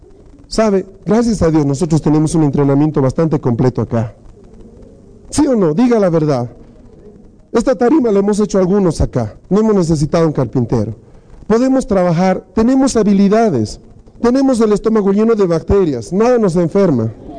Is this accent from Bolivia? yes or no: yes; Bolivia; Somos bolivianos, tenemos mucha energía, somos a todo terreno, estamos dispuestos casi para comer cualquier cosa.